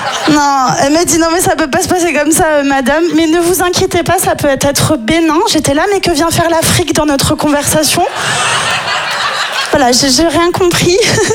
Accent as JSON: {"language": "French", "town": "Nice", "region": "Provence-Alpes-Côte d'Azur", "country": "France", "said": "moi, je suis niçoise"}